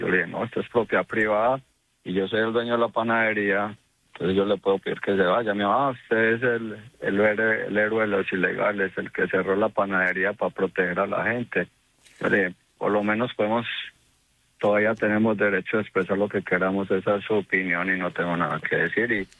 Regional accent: Antioquia, Colombia; now in United States; somos de sangre paisa, sangre arrieros. Yo fui exmilitar en Colombia.

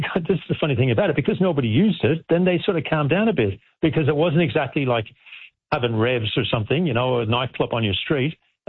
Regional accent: Ireland; I am Irish, to be fair, though.

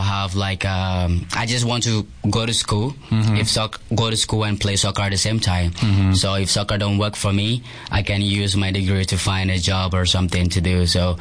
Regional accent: Ghana; now in Yuma, United States; Originally, I'm from Ghana.

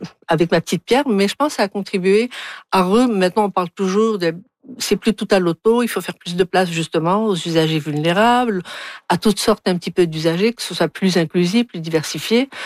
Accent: Algiers, Algiers Province, Algeria; moved away; je suis natif d'Alger.

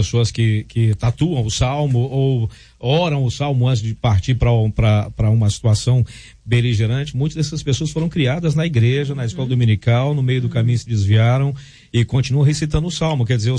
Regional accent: Minas Gerais, Brazil; De onde eu venho, pastor Rafael, você sabe que qualquer casa que a gente entrar lá na roça, lá em Minas

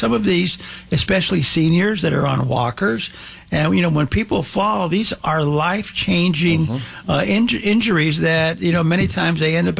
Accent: Los Angeles, California, United States; I mean, I grew up in the San Fernando Valley.

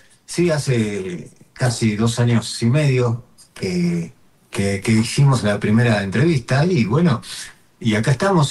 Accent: Luján, Buenos Aires Province, Argentina; si bien yo no estoy en la propia capital, estoy en Luján, Buenos Aires, bueno, para todo el resto del país. De Argentina, en cualquier provincia que voy, siendo de Buenos Aires, siempre nos dicen porteño y no somos porteños, pero bueno, para ellos somos porteños

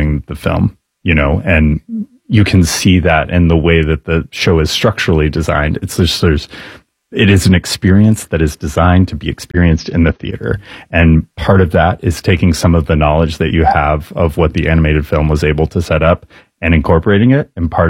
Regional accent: Texas, United States; now in New York City, United States; I'm from Texas originally.

